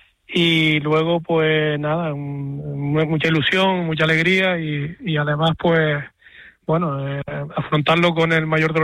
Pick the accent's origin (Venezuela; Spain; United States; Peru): Spain; Canary Islands; eran las fiestas de la patrona, finalizando el verano y las de mi pueblo, o sea que sí, era en ese área, en ese ámbito del folclore y la música y el ámbito de fiesta, pues lo máximo que había y hay en Fuerteventura prácticamente.